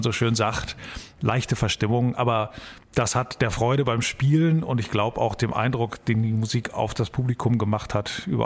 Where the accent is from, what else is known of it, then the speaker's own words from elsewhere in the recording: Lower Saxony, Germany; born there; Also ich komme aus dem Nordwesten, das heißt aus Niedersachsen, aus dem nordwestlichen Teil von Niedersachsen, bin an der holländischen Grenze geboren. Und bei uns ist es eine relativ ländliche Gegend